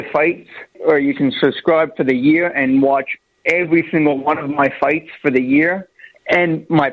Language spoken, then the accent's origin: English; Kennetcook, Nova Scotia, Canada; On the cup, actually says Kennecook on one side, which is my hometown, and Hants County on the other.